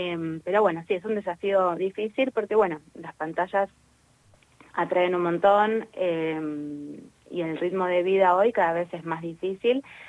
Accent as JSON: {"language": "Spanish", "region": "Buenos Aires", "country": "Argentina", "said": "nosotros somos de Buenos Aires"}